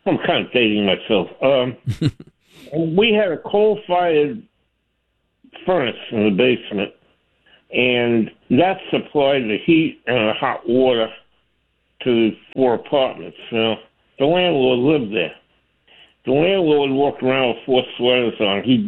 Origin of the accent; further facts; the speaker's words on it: New York City, New York, United States; now in Providence, United States; I grew up in Brooklyn, but they had rent control. I live in a four flat, okay?